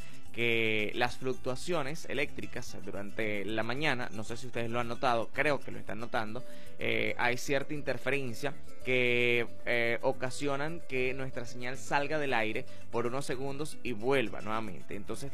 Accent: Venezuela; nosotros como venezolanos tenemos que continuar

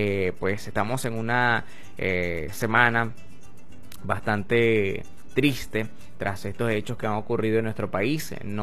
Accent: Venezuela; Hoy más que nunca sabemos y somos venezolanos

